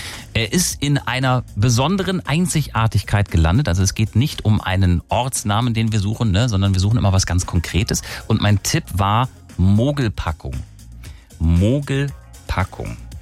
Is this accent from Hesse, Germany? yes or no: yes; Hesse, Germany; Ja, also ich kann auf jeden Fall Hessisch, weil ich komme aus Hesse, ne? Deswegen kann ich ein bisschen Hessisch sprechen.